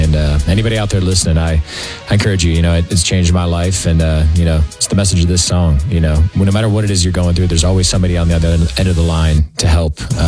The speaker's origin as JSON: {"language": "English", "region": "Pennsylvania", "country": "United States", "tie": "born or raised there", "said": "And growing up in Pennsylvania, blue collar town, like men just didn't do a good job sharing their feelings."}